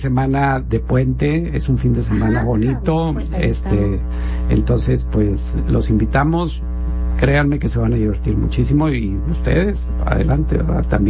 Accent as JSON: {"language": "Spanish", "country": "Mexico", "said": "todos somos mexicanos"}